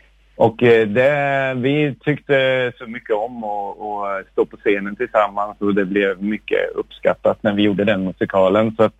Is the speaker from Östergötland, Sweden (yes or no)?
yes; Norrköping, Östergötland, Sweden; moved away; also born or lived in Gothenburg; Både Bruno, Peter och jag är från Norrköping ursprungligen